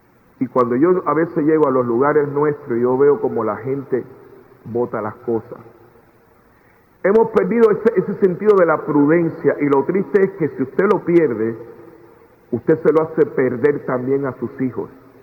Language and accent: Spanish; Cuba; born there; moved away; also born or lived in Puerto Rico; Yo soy cubano de nacimiento. Salí de Cuba en el 1961. Me adoptaron en Puerto Rico.